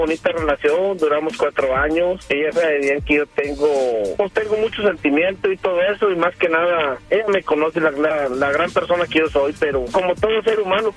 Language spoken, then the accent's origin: Spanish; Aguascalientes, Mexico; para mí, de donde yo vengo y Aguascalientes